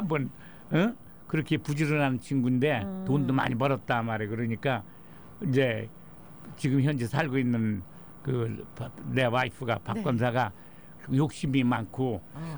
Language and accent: Korean; Gongju, South Chungcheong, South Korea; moved away as an adult; now in United States; 고향의 공주, 그 공주 충남 공주.